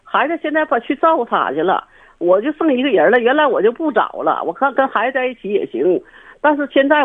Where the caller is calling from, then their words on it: Shenyang, Liaoning, China; 沈阳市皇姑区。